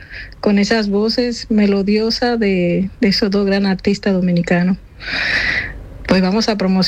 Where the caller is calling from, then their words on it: Madrid, Community of Madrid, Spain; De Madrid, España.